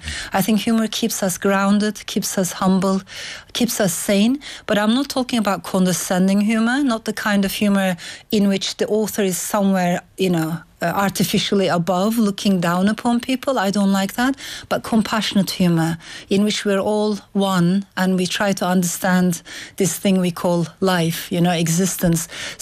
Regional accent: Turkey; first language Turkish; English is a second language; moved away as an adult; For someone like me to abandon my mother tongue, because I loved writing in Turkish

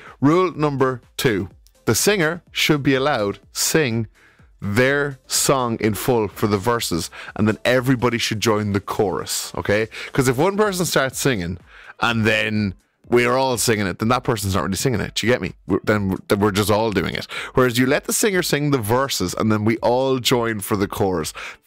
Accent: Ireland; As Irish people, we absolutely love them.

